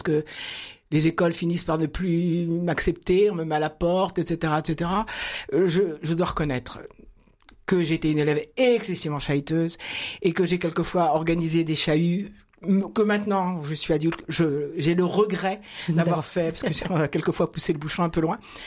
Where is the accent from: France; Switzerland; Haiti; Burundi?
France; Caen, Normandy; born there; je suis née à Caen, je suis normande et très fière de l'être.